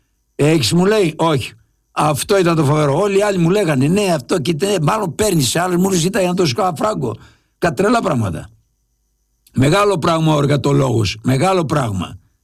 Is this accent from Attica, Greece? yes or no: no; Lefkada, Ionian Islands, Greece; Επειδή είμαι και από τη Λευκάδα